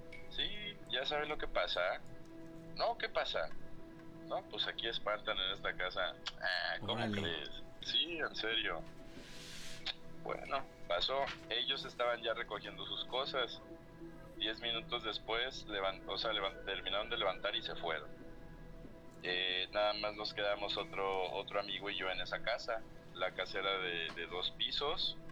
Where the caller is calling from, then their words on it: Xalapa, Veracruz, Mexico; los escucho desde Jalapa, Veracruz.